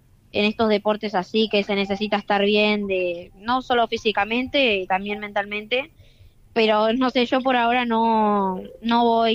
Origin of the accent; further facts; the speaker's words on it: Pilar, Buenos Aires Province, Argentina; soy de Pilar.